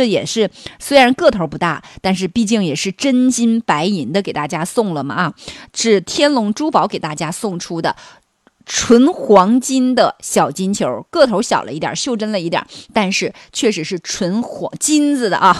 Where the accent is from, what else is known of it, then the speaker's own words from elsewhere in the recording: Heilongjiang, China; moved away; 因为我老家就是黑龙江的。